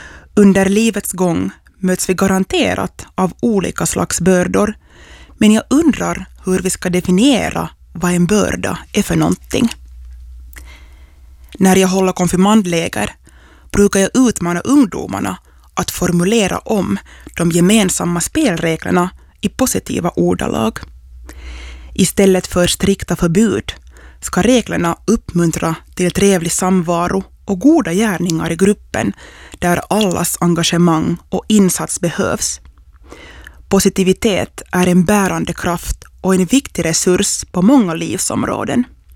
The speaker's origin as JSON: {"language": "Swedish", "town": "Träskända", "region": "Uusimaa", "country": "Finland", "said": "från Träskända och du lyssnar till Andrum i Ylevega."}